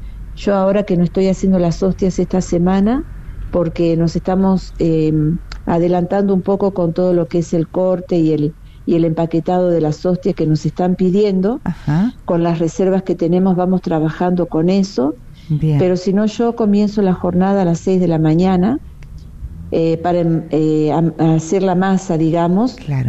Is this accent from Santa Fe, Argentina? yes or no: yes; Rosario, Santa Fe, Argentina; now in Córdoba, Argentina; soy rosarina.